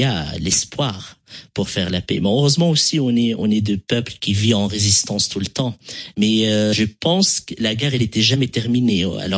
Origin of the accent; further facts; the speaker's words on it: North Lebanon, Lebanon; car moi par exemple je viens du Nord du Liban, heureusement ça se passe rien